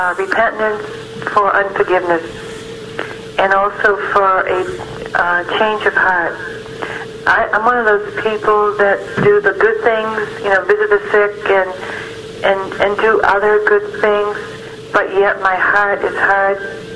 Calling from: Massachusetts, United States; Massachusetts.

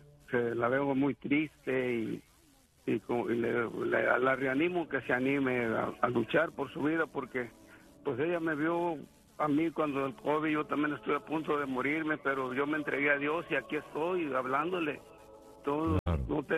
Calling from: Omaha, Nebraska, United States; le hablo de Omaha, Nebraska.

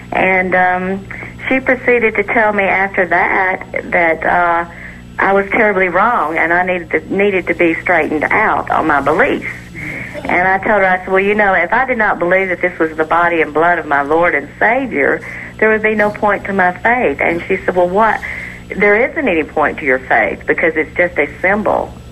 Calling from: Birmingham, Alabama, United States; I'm calling locally. I'm here from Birmingham.

